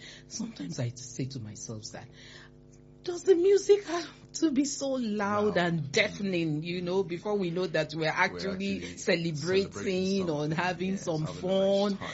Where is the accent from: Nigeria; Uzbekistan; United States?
Nigeria; Lagos; I grew up in Mushin in Lagos. And, you know, I grew up actually right opposite … Shrine when I was less than 10.